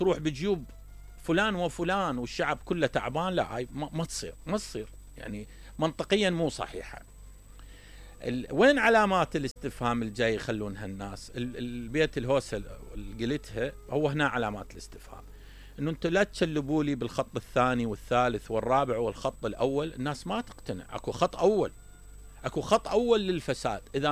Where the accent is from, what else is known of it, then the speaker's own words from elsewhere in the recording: Iraq; احنا كعراقيين